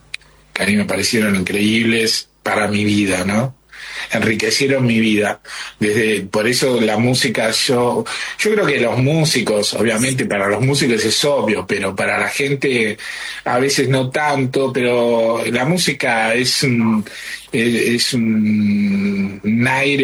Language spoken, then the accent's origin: Spanish; Caseros, Buenos Aires Province, Argentina; Yo nací en Caseros, soy del conurbano, así que, pero este Tapiales es un poco más adentro, un conurbano más profundo que el lugar donde yo vivía.